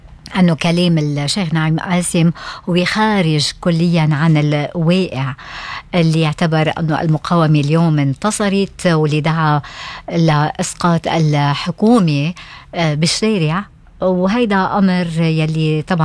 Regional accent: Lebanon; عنا بلبنان

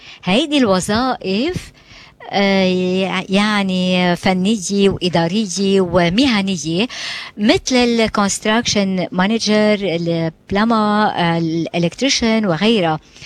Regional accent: Lebanon; now in Australia; نحن كلبناني وعرب

